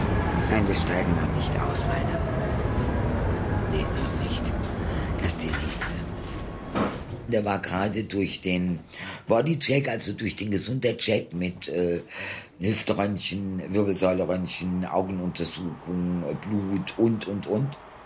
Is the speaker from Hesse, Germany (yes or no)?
no; Karlsruhe, Baden-Württemberg, Germany; born or raised there; also born or lived in Bilbao, Spain; now in Cologne, Germany